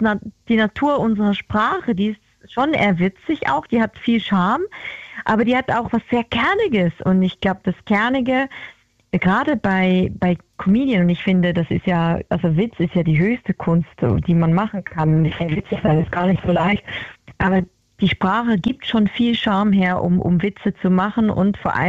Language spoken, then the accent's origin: German; Zurich, Switzerland; Das Cover von dieser Single ist nämlich der Zürichsee, also ist meine Heimat.